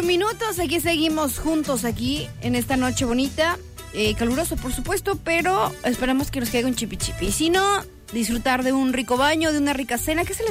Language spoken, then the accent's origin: Spanish; Mexico; como somos buen mexicano